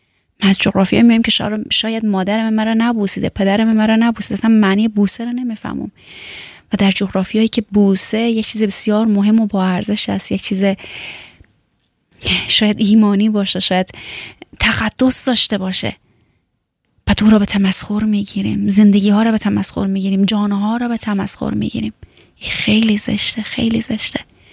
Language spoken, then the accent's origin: Persian; Afghanistan; باور کنین من چند وقت پیش با یک آلمانی صحبت میکردم که بالاخره وسیله میخواستم بخرم، و این وقتی که فهمید من از افغانستان هستم